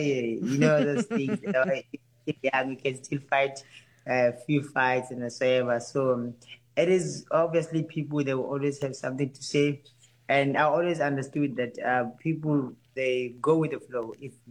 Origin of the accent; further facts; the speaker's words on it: South Africa; I'm South African. I'm a South African.